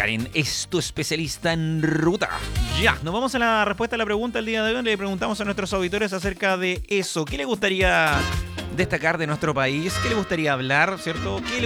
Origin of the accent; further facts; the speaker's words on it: Chile; ¿qué hacemos los chilenos?